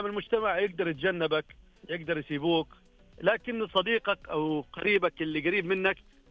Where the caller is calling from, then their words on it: Jeddah, Makkah Province, Saudi Arabia; أنا أكلمك من جدة.